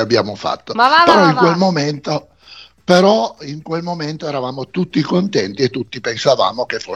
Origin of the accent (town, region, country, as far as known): Piedmont, Italy